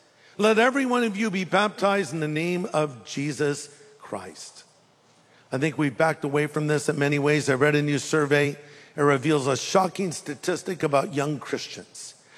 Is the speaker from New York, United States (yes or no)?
no; California, United States; And outdoorsman, I'm not. I'm from California.